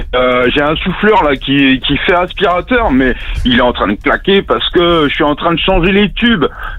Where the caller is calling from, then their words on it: Le Poiré-sur-Vie, Pays de la Loire, France; j'habite au Poiret Survie.